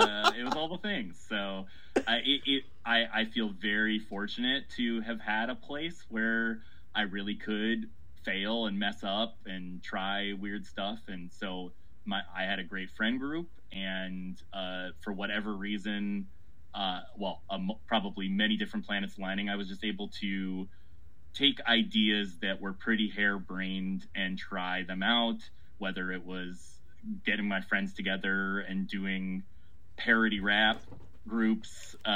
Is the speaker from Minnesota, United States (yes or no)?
yes; Minnesota, United States; also born or lived in Ohio / Chicago; now in Portland, United States; I grew up in the Midwest, like any modern Portlander. And I grew up in Minnesota. Spent most of my like 20s I went to school in Ohio and then lived in Chicago for most of my 20s. So that's definitely where my roots are